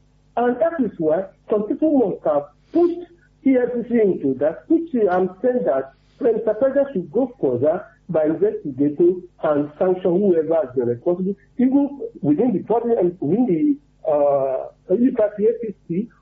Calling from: Nigeria; I'm calling from Mawotong.

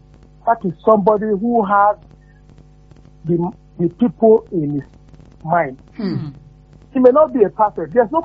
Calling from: Nigeria; I'm calling from Olegu.

